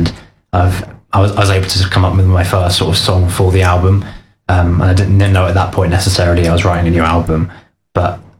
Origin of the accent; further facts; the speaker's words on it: Ringwood, South East England, United Kingdom; moved away as an adult; now in Winchester, United Kingdom; I'm from the New Forest, so a town called Ringwood. And I'm based in Winchester now. I was doing university there, so I sort of decided to stay there for the time being.